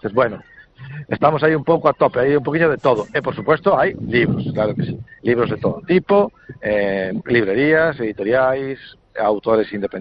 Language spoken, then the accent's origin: Galician; Bañobre, Galicia, Spain; eu digo polo meu pueblo, non, Bañobre, quer dicir, non somos nin concello, temos unha verbena, non?